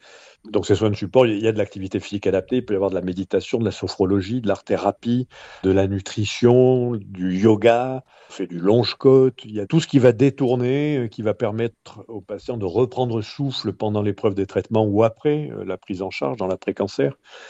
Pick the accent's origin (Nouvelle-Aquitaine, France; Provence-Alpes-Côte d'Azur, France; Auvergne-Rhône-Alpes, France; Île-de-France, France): Provence-Alpes-Côte d'Azur, France; Marseille; born or raised there; now in Perpignan, France